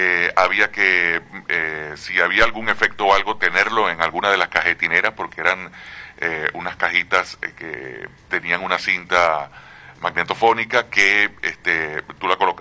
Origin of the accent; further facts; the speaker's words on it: Puerto Ordaz, Bolívar, Venezuela; Nosotros vivimos en Puerto Ordaz, nos criamos allí en Puerto Ordaz